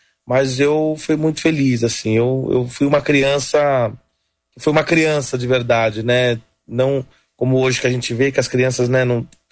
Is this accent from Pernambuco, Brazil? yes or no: no; São Vicente, São Paulo, Brazil; also born or lived in Santos; Eu sou da periferia de São Vicente, na Baixada. E, enfim, ali a gente é tudo muito integrado, né? Eu já morei em outra cidade da região, em Santos e tudo